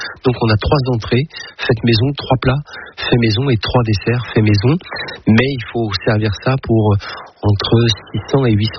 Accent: Paris, Île-de-France, France; moved away as an adult; also born or lived in Tokyo; Parce que je suis né à l'Est. Et quand j'étais en haut de la rue de Belleville, je voyais la Tour Eiffel toute petite.

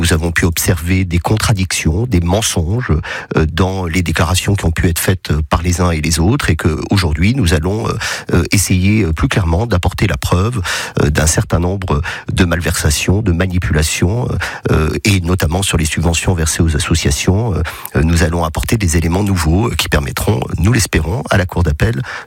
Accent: Saint-Étienne, Auvergne-Rhône-Alpes, France; born there; moi, je suis stéphanois, je vis à Saint-Étienne, j'y suis né.

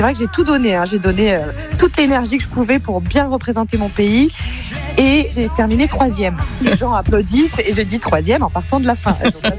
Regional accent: Angoulême, Nouvelle-Aquitaine, France; En fait, moi, je suis née à Angoulême. Et ensuite, on a habité jusqu'à l'âge de 7 ans. J'ai habité en face de la gare d'Angoulême.

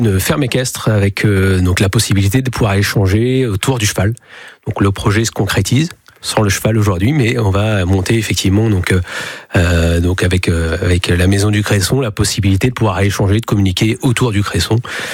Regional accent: Yvetot, Normandy, France; toute mon adolescence et toute mon enfance a été réalisée sur Yvetot en scolarité.

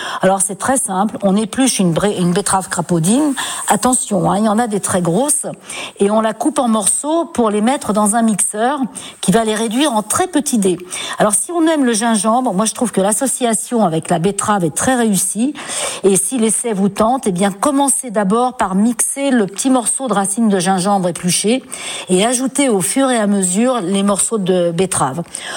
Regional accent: Nouvelle-Aquitaine, France; chez nous, en Charente-Maritime, en Haute-Saintonge

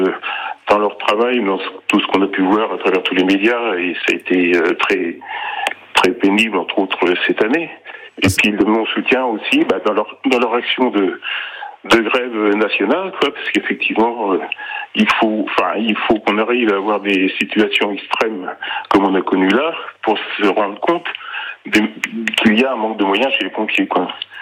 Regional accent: Le Mans, Pays de la Loire, France; moi, je suis pas de la région, je suis originaire du Mans. Je suis là pour le mois de septembre.

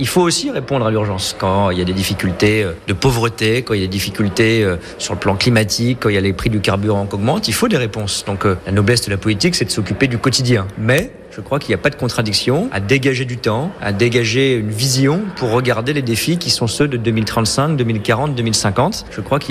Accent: Paris, Île-de-France, France; Moi, je viens de Paris

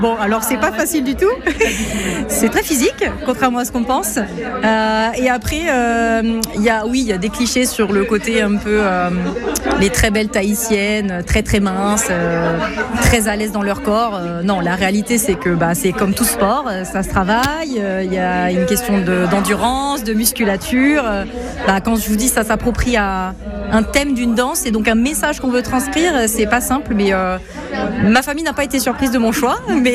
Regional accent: French Guiana; je suis pas du tout de culture polynésienne ni tahitienne, je suis de Guyane.

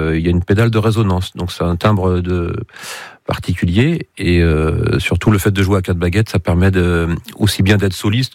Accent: Château-Gontier, Pays de la Loire, France; je suis originaire de Château-Gontier

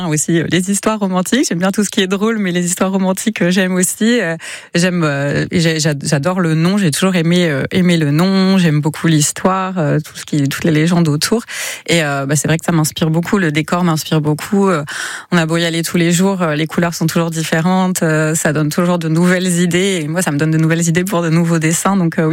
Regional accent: Normandy, France; moved away as an adult; now in Basque Country, France; Je viens de Normandie.

